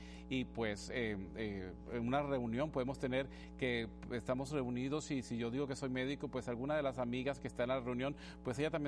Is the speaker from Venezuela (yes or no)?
yes; Venezuela; Lucía es de Puerto Rico, yo soy de Venezuela y tenemos el mismo idioma español